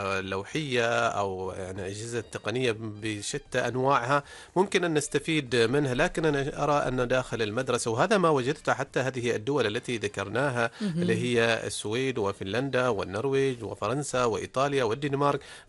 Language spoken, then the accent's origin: Arabic; Oman; عندنا في سلطنة عمان